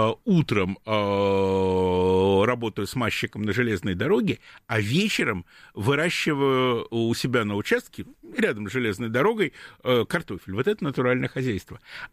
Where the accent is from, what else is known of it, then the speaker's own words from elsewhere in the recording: Belarus; говорила, что мы, белорусы, сыр нормальный сварить не можем